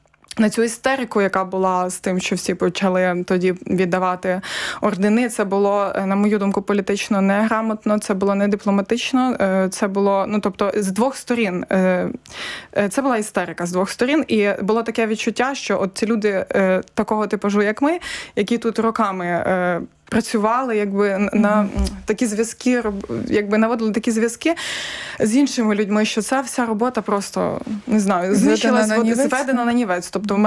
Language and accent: Ukrainian; Lutsk, Volyn Oblast, Ukraine; Декілька років тому я зацікавилась питанням Волинської трагедії, тому що я з Луцька, село Руда, звідки моя бабуся, воно було під Польщею